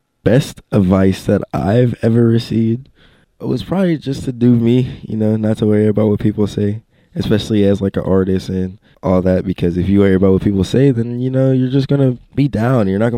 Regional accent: Pittsburgh, Pennsylvania, United States; born there; I'm 16 years old, and I attend Holy Family Academy. I was born in Pittsburgh

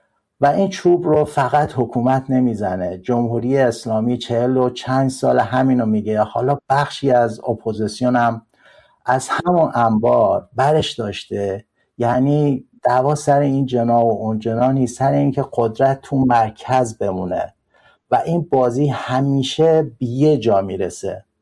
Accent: Kurdish regions of Iran, Iran; استانهای کردنشین سالهاست جز محروم ترین و بیکارترین استانها

